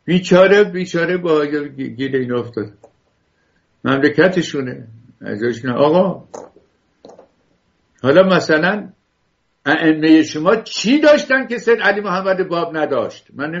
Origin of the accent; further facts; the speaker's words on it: Iran; ما ایرانیان، بابا ما ایرانی هستیم.